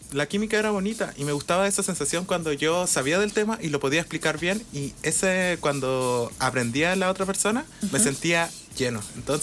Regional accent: Andacollo, Coquimbo, Chile; moved away; me gustaría volver también a Andacollo, mi pueblo

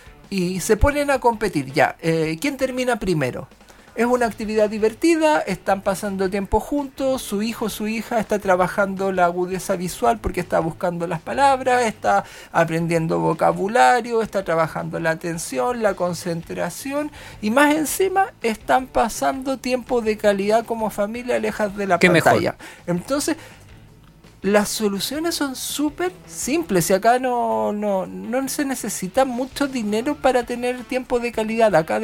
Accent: Iquique, Tarapacá, Chile; now in Coquimbo, Chile; Sí, yo pasé mi infancia en Iquique

